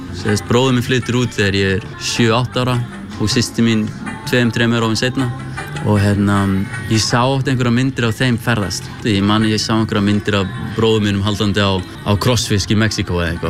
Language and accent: Icelandic; Akureyri, Northeastern Region, Iceland; also born or lived in Västerås, Sweden; Ég sest fæddur í Svíþjóð, fæddur í Vesturós en ég flyt til Akureyra þegar ég 2 ára gamall og bara alinn upp á Akureyri og ég fer í brekkuskóla